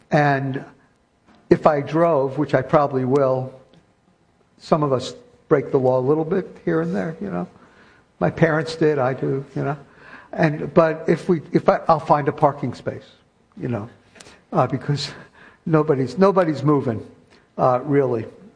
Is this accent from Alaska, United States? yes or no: no; New York, United States; now in Brooklyn, United States; So I grew up in a pretty Jewish bubble in Kew Garden Hills, and I didn't go to yeshiva, but half my friends went to yeshiva, and half my friends were in public school like me. It was wonderful growing up in New York